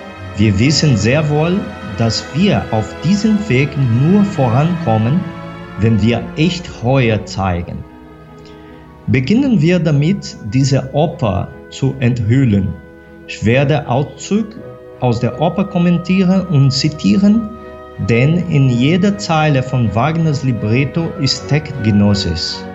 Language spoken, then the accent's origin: German; Brazil; ich bin Brasilianer.